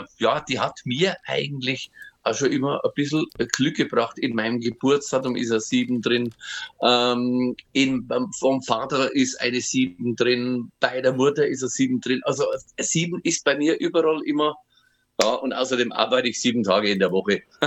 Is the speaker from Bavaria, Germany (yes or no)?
yes; Bavaria, Germany; da fühle ich mich eigentlich, so blöd es klingt, als Bayer in Österreich am wohlsten